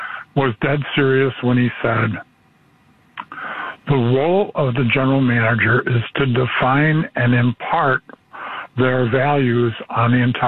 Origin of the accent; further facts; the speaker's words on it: Chicago, Illinois, United States; you know, I'm from Chicago, so it's a prominent school.